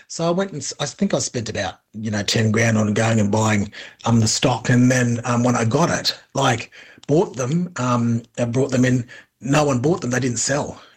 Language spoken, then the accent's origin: English; Darwin, Northern Territory, Australia; growing up in Darwin, there's lots of I saw, you know, different Aboriginal people in business.